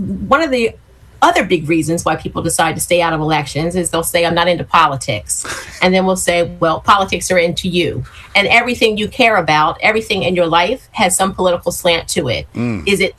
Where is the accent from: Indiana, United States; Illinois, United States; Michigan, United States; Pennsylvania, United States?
Pennsylvania, United States; West Chester; I'm from Chester County. I grew up in Westchester, Chester County. So, you know, it's home for me.